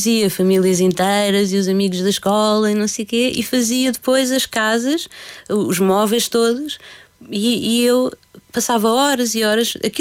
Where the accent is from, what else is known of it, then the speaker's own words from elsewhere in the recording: Lisbon, Portugal; also born or lived in Rifana (near Cartaxo/Rio Maior); Eu, apesar de ter vivido sempre em Lisboa, tecnicamente não nasci em Lisboa, nasci numa aldeia chamada Rifana, mas que não é uma das Rifanas que as pessoas conhecem, não é do Algarve nem nada. É um sítio ao pé do Cartaz, mais ou menos entre o Cartaz e Rio Maior.